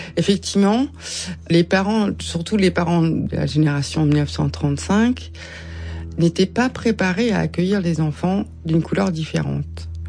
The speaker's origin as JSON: {"language": "French", "country": "France", "said": "Donc, ils reconnaissent que j'ai été adoptée, que je suis française, mais je suis aussi vietnamienne."}